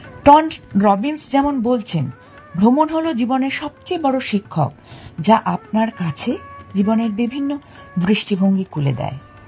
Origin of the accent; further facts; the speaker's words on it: Jalpaiguri, West Bengal, India; আমি নিজে ছোটবেলায় যেহেতু জলপাইগুড়িতে জন্ম বেড়ে ওঠা, তাই চিরকাল ডুয়ার্সে জঙ্গলে এবং পাহাড়ে ঘুরে বেড়িয়েছি।